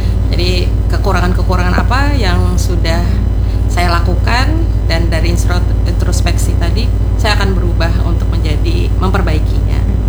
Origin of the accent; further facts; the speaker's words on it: South Kalimantan, Indonesia; nilai budaya Banjar yang sudah kita terapkan selama ini sudah tertanam dengan baik di dalam diri kita sebagai warga Kalimantan Selatan